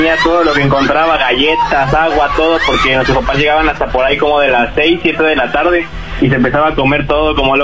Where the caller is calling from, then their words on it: Mexico City, Mexico; 17 años, de la Ciudad de México